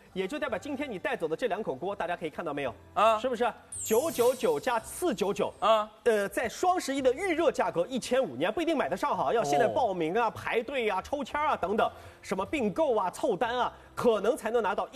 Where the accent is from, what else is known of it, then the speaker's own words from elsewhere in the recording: Shanghai, China; 在弄堂长大，